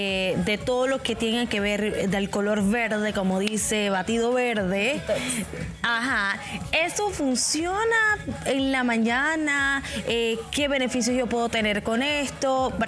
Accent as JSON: {"language": "Spanish", "country": "Panama", "said": "Que, ejemplo, en la mañana, nosotros como los panameños nos gusta consumir mucho el maíz."}